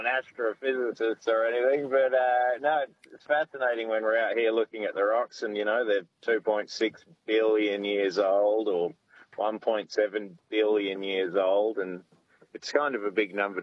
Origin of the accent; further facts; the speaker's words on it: Perth, Western Australia, Australia; I'm from Perth originally.